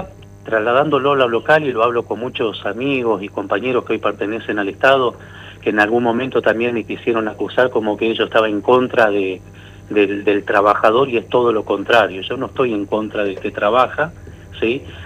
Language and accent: Spanish; San Martín de los Andes, Neuquén, Argentina; yo soy de San Martín, amo San Martín de los Andes, amo la provincia de Neuquén